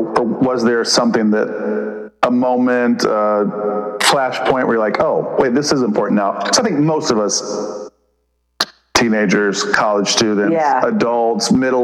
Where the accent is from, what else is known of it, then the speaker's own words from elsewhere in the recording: the South, United States; also born or lived in Pennsylvania; now in Savannah, United States; I grew up in the South. I've been in the South pretty much my whole life.